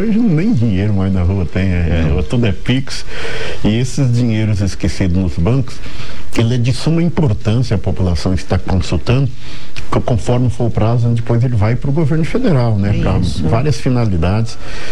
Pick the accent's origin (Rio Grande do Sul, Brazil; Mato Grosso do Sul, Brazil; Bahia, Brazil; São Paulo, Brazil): Mato Grosso do Sul, Brazil; Campo Grande; A gente cresceu em Campo Grande.